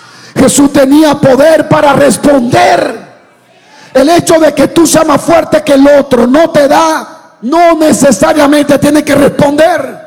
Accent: Dominican Republic; also born or lived in Santo Domingo; now in United States; cuando vivía en Santo Domingo

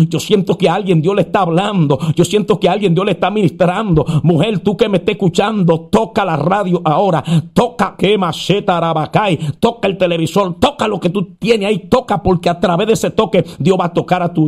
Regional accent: Dominican Republic; en mi país, en República Dominicana

